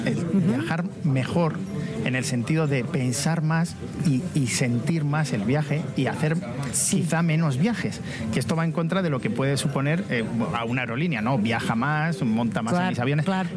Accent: Garrovillas de Alconétar, Extremadura, Spain; en Garrovillas, en mi pueblo

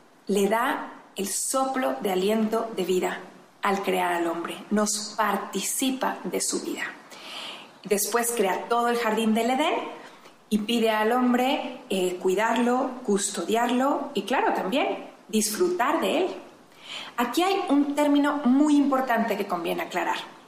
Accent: Monterrey, Nuevo León, Mexico; now in Querétaro, Mexico; esposa, mamá, originaria de Monterrey y actualmente vivo en Querétaro con mi familia.

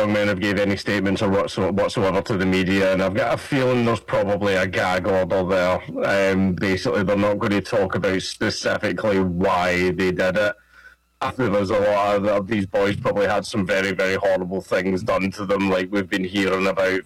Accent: Scotland, United Kingdom

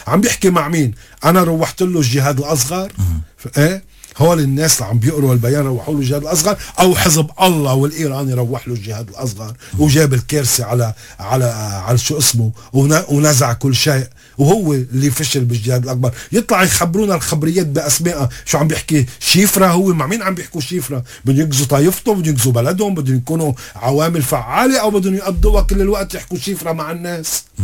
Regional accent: Lebanon; نحن كلبنانيين مؤيدين هيك بتحفظ او ببروده او من دون عقيده

